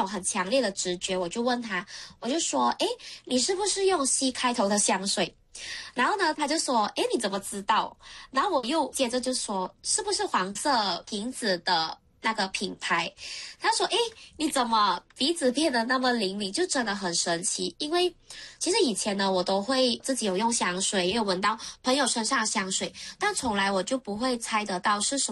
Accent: Malaysia; 我本身是马来西亚人啦，但是呢我是在新加坡上班

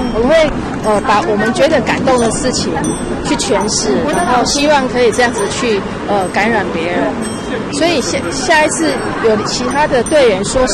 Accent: Chiayi County, Taiwan; 我小的时候是在嘉义的乡下，我们家就是在小溪的旁边，所以每天早上我们村子里面的那个妈妈都去河边洗衣服

